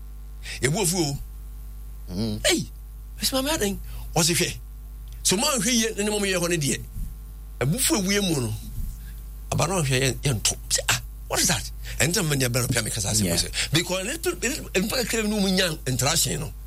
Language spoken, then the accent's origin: English; Kenya; Well, I'm from Kenya.